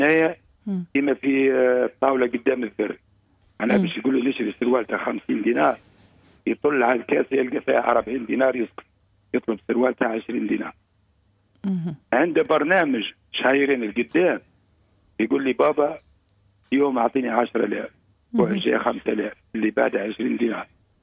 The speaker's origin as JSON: {"language": "Arabic", "region": "southern Tunisia", "country": "Tunisia", "tie": "born or raised there", "said": "تربينا في الجنوب"}